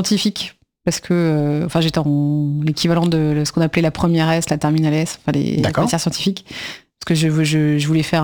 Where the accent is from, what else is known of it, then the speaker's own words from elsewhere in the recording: Paris, Île-de-France, France; je suis née en 1981. Je suis née à Paris, dans le 19e arrondissement, qui est un quartier assez populaire, donc la place des Fêtes.